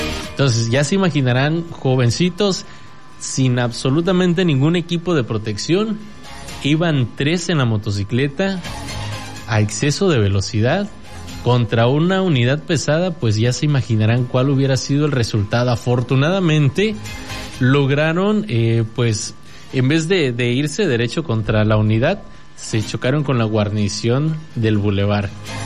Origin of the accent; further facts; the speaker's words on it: Tonalá, Mexico; los que somos de aquí de Tonalá la vamos a ubicar rapidísimo.